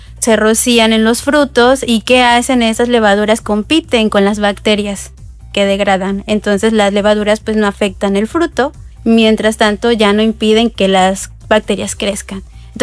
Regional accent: Tuxtepec, Oaxaca, Mexico; moved away; Soy de Tuxtepec, Oaxaca.

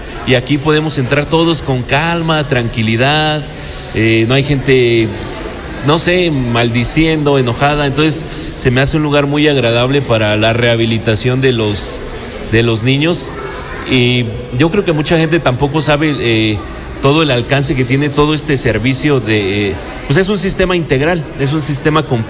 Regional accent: Tlatlapanala, Puebla, Mexico

